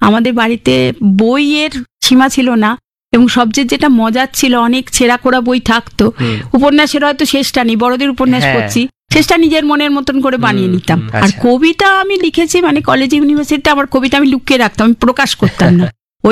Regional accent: Chandannagar, West Bengal, India; also born or lived in Guwahati; হ্যাঁ, শৈশব, পড়াশোনা। মাঝে একবার বাবা গুয়াহাটিতে বদলি হয়েছিলেন, তখন এক বছর গুয়াহাটিতে পড়াশোনা করেছি, আর আসানসোলে এক বছর চাকরি করেছি।

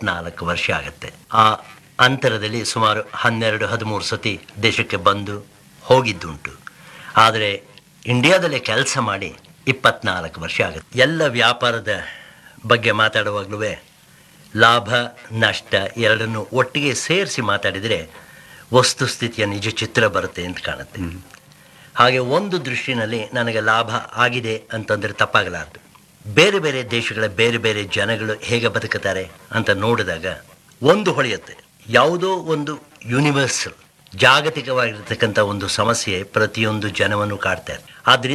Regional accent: Karnataka, India; moved away as an adult; ನಾನು ಕನ್ನಡಿಗ, ಹುಟ್ಟಿ ಬೆಳೆದಿದ್ದು ಕನ್ನಡ ದೇಶದಲ್ಲಿ

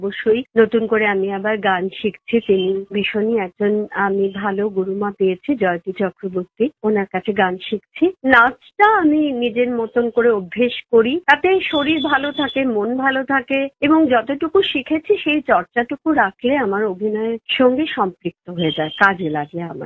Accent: Durgapur, West Bengal, India; আমি মফস্বল শহরে দুর্গাপুরে বড় হয়েছি

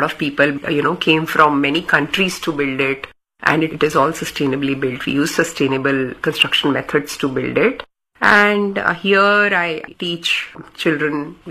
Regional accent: Delhi, India; born or raised there

